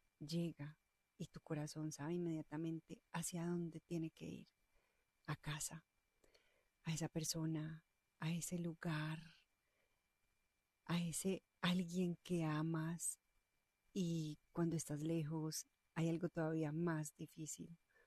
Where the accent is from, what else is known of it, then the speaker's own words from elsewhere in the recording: Colombia; moved away; Mis papás están en Colombia